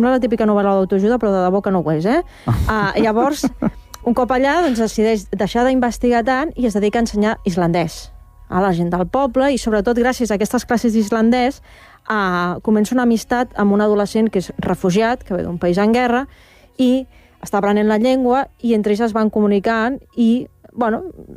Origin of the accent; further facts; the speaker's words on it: Catalonia, Spain; És que el tema també ens interpel·la com a catalans.